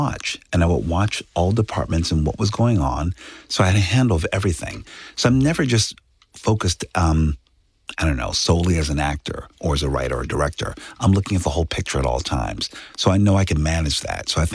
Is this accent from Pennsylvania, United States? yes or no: yes; Philadelphia, Pennsylvania, United States; I come from a very humble place. I come from West Philadelphia, where, a lot of blue collar folks.